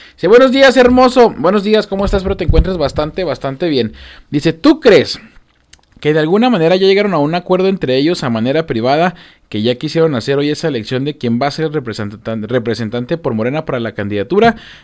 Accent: Mexico

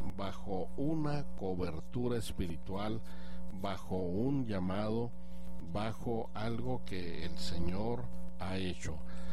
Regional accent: Chihuahua, Mexico; Comencé evangelizando en mi ciudad natal, que es Chihuahua, y de allí, después de eso, fui misionero 3 años

